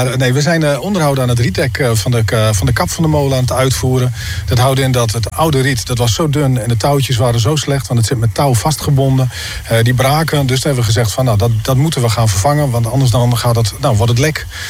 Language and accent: Dutch; Groningen, Netherlands; Dat staat mij heel erg aan als Groninger